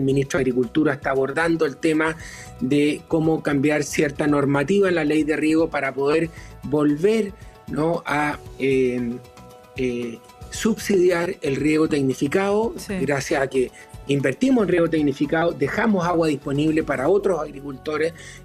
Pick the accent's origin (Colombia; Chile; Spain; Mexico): Chile